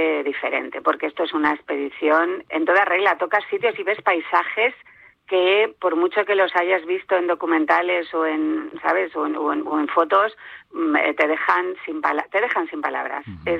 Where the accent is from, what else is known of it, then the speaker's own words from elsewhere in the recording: Spain; Nosotros somos los únicos españoles